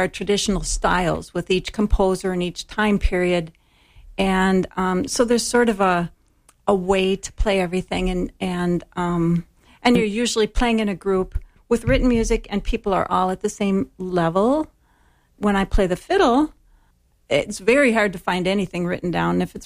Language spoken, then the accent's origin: English; Milwaukee, Wisconsin, United States; I grew up in Milwaukee in a musical family